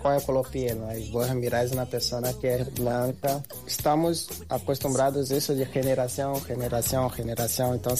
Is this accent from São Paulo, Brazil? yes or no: no; Rio de Janeiro, Brazil; moved away as an adult; now in Argentina; vengo de Brasil, Rio de Janeiro. Tengo 41 años y estoy acá más o menos unos 9 años en Argentina.